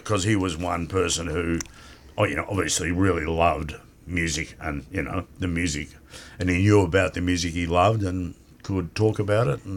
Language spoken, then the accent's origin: English; Mount Waverley, Victoria, Australia; I came from Mount Waverley and he comes from Burwood.